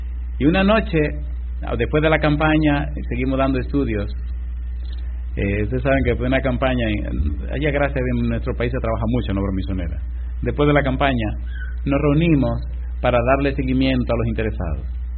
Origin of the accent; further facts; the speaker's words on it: Dominican Republic; en un lugar en mi país, en el ensanche Quisqueya